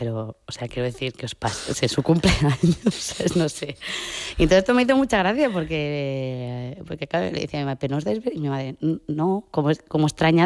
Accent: Castile and León, Spain; soy de Castilla y ya está

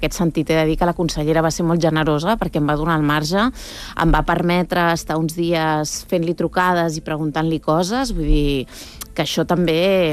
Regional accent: Barcelona, Catalonia, Spain; Jo sóc una enamorada de Barcelona, sóc una enamorada de la meva ciutat

